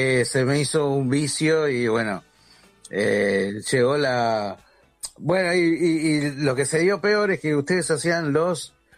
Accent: Quilmes, Buenos Aires Province, Argentina; soy de Quilmes

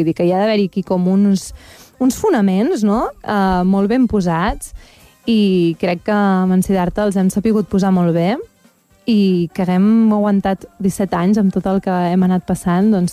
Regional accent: Castelló d'Empúries, Catalonia, Spain; born or raised there; also born or lived in Roses

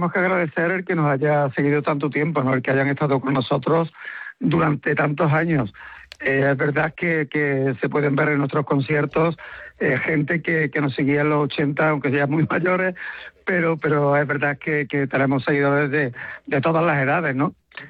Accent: Córdoba, Andalusia, Spain; nuestra casa es Andalucía, ¿no? Aunque somos de Córdoba, vivimos en Córdoba, pero nos sentimos muy, muy orgullosos de ser andaluces

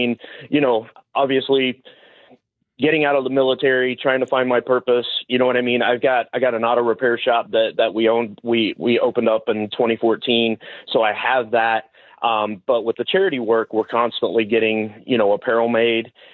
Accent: Indiana, United States; moved away; back home in Indiana. You know, once my wife and I moved from Indiana up here, we moved up here 16 years ago.

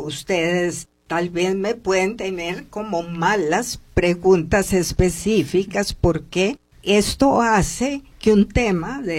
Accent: Costa Rica; born there; yo nací, mi espíritu escogió en esta encarnación venir, nacer en Costa Rica, en un cuerpo femenino, en raza blanca.

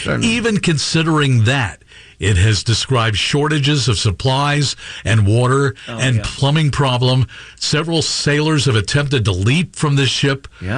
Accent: United States; I grew up in the United States where you have to be very respectful of the military.

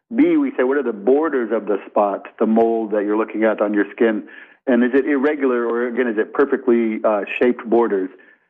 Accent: Florida, United States; I as a child, I didn't practice sun safety. I grew up in Florida.

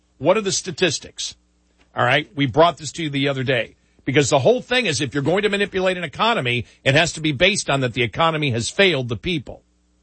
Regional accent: Buffalo, New York, United States; that's the weirdest thing growing up in Buffalo, that I, somebody who grew up in Buffalo, where the temperature probably now is 75 degrees

